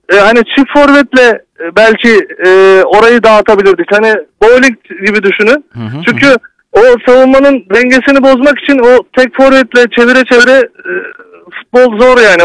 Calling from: İzmir, Turkey; İzmir'den arıyorum.

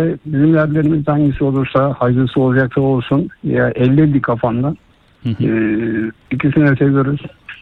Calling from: Istanbul, Turkey; İstanbul'dan.

